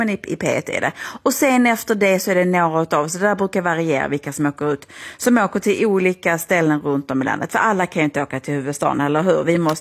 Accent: Skåne, Sweden; Ja, alltså som skåning, och nu hoppas jag att de mina andra skånska lyssnare inte tar illa vid sig

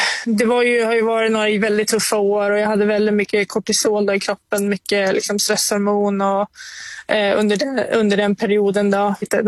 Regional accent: Sweden; Och, men jag bara träffade min familj liksom hemma i Sverige en vecka senaste året

